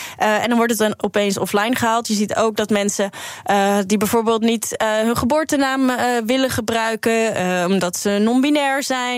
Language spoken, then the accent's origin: Dutch; Zeeland, Netherlands; ik kom uit Zeeland, maar ik heb ook op een heel christelijke basisschool gezeten.